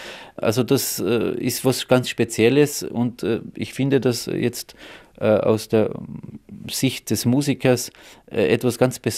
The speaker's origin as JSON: {"language": "German", "region": "Carinthia", "country": "Austria", "said": "Also als Kärntner Slowene, geboren 65"}